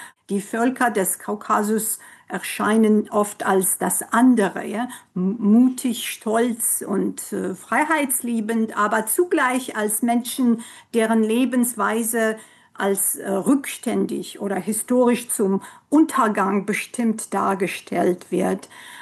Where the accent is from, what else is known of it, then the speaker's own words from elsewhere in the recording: Kabardino-Balkaria, Russia; now in New Orleans, United States; Ich bin im Nordkaukasus in der Republik Kabardino-Balkarien geboren und aufgewachsen. Ich bin Tscherkessin.